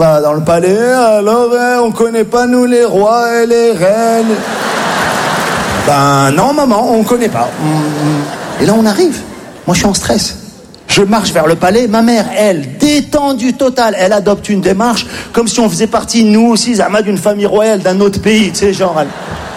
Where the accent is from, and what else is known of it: Morocco